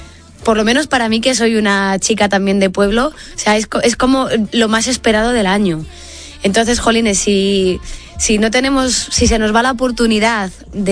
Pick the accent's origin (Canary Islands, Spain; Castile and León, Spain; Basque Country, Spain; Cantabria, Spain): Castile and León, Spain; Mi pueblo está en Beganzones.